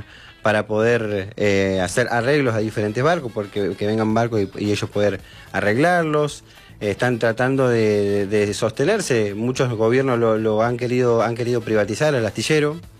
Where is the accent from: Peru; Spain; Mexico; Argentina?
Argentina; La Pampa; por el simple hecho de que somos de La Pampa, capaz.